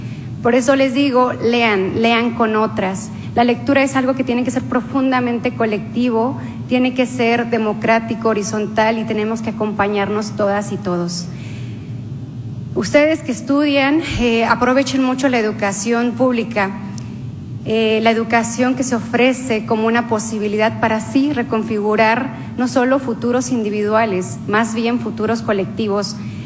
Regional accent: San Quintín Valley, Baja California, Mexico; also born or lived in Mixteca, Oaxaca; Yo nací en la Mixteca de Oaxaca, pero me tocó crecer en el Valle de San Quintín, que hoy día sigue siendo un valle mayoritariamente agrícola, donde hay muchas familias jornaleras de Oaxaca, de Guerrero, de Puebla, de Michoacán.

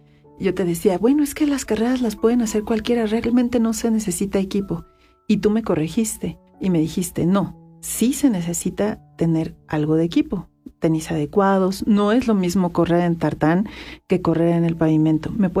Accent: Mexico; me imagino yo llegando como mexicano

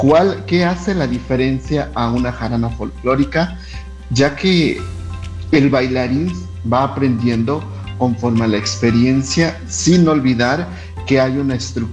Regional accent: Santa Teresa, Yucatán, Mexico; soy originario de Santa Teresa, Coahuila, una comunidad, municipio de Maxcanú, obviamente del estado de Yucatán.

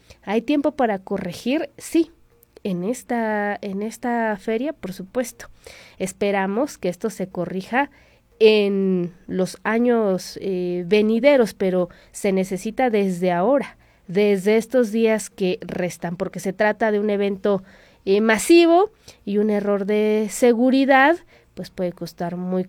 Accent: San Agustín Tlaxiaca, Hidalgo, Mexico; now in Pachuca, Mexico; mi municipio de origen es un pues gran, que podríamos decir, exportador de esta materia prima, el maíz.

